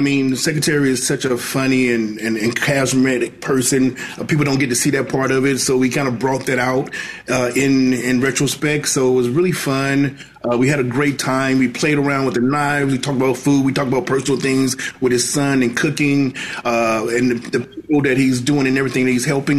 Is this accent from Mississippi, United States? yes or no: yes; Mississippi, United States; moved away; I grew up in Mississippi in the projects and we didn't have a lot of money.